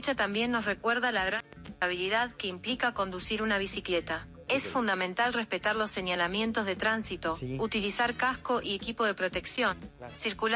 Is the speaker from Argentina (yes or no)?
yes; Argentina; now in Mexico; la argentina más mexicana.